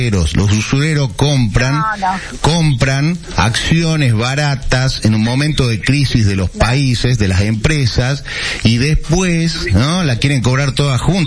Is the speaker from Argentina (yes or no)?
yes; Salta, Argentina; Más importante somos los salteños